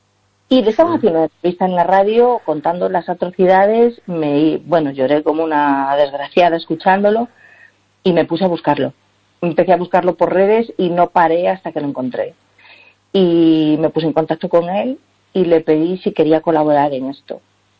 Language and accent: Spanish; Galicia, Spain; crié aquí, nací aquí, toda mi vida la he hecho aquí, ¿no? Y entonces, pues en ese sentido es como me siento muy gallega.